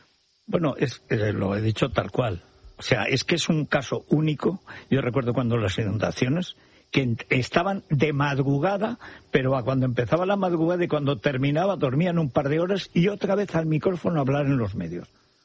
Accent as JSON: {"language": "Spanish", "country": "Spain", "tie": "born there", "moved": "yes", "said": "Era Guadalajara, pegado a mi pueblo. Y había un pueblo, eran pueblos muy pequeños, toda la parte del señorío de Molina, la parte de Monte"}